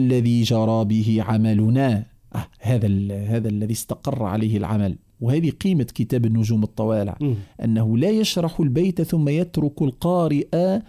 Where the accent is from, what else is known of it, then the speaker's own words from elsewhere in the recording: Tunisia; عندنا في تونس